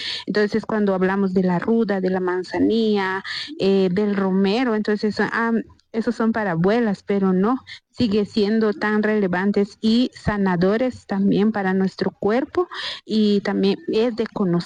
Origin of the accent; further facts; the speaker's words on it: San Pedro La Laguna, Sololá, Guatemala; yo soy de San Pedro de la Laguna.